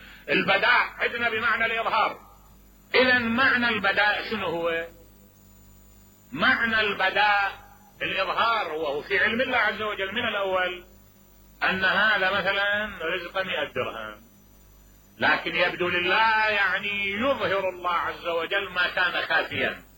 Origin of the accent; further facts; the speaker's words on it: Najaf, Najaf Governorate, Iraq; قلت من النجف